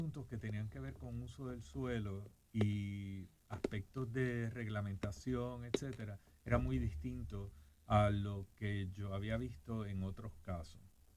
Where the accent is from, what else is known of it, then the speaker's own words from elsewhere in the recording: San Juan, Puerto Rico; De Atorrey, de Floral Park.